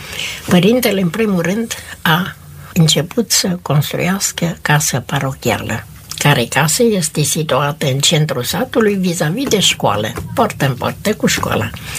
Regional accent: Cubleș, Cluj County, Romania

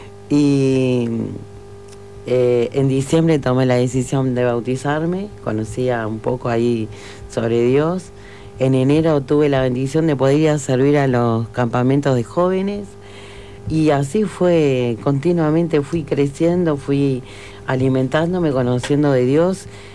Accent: Parque del Plata, Canelones, Uruguay; tengo 49 años … Me crié en Parque del Plata con mi madre, mi padre, y en total éramos 8 hermanos.

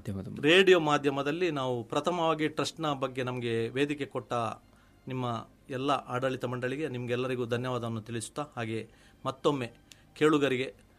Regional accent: Tulu Nadu, India; ನಮ್ಮ ತುಳುನಾಡು ಅಂತ ಹೇಳುವ ಒಂದು ಪವಿತ್ರ ಭೂಮಿಯಲ್ಲಿದ್ದೇವೆ.

